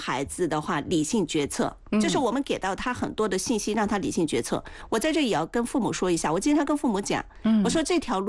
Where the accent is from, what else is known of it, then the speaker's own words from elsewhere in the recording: China; 我们中国人很多时候对于心理这样的一些问题或者心理的话当下的一些状态的时候过于夸大就非常的害怕，